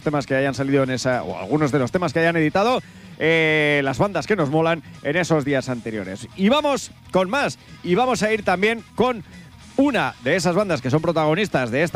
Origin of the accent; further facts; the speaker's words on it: Lerín, Navarre, Spain; soy de Lerín y te tengo preparada para hoy una batería más que importante de canciones